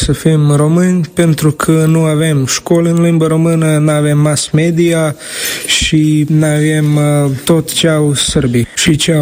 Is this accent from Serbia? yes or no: yes; Bor, Eastern Serbia, Serbia; am 19 ani, sunt din orașul Bor, din Serbia, din Valea Timocului și acum, anul ăsta, în octombrie, vin la Craiova, la Facultate de Drept.